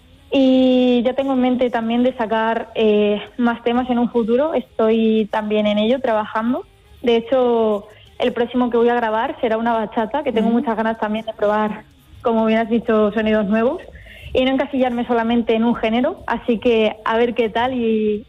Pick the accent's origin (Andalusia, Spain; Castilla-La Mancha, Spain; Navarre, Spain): Castilla-La Mancha, Spain; Bolaños de Calatrava; en mi pueblo, en Bolaños